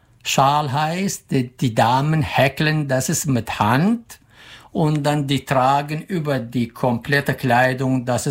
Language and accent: German; Kirkuk, Kirkuk Governorate, Iraq; German is a second language; now in Germany; Ich komme aus Kirkuk. Wir haben so ähnliche Kultur vom Anziehen wie Sulaimania.